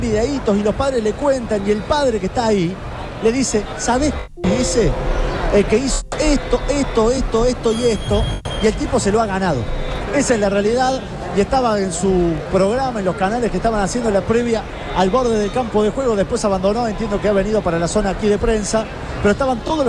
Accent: Córdoba, Argentina; somos muy Córdoba, pero también somos muy argentina

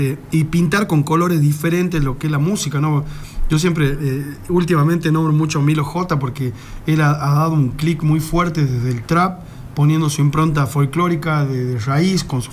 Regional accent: Argentina; el problema que tenemos como argentinos

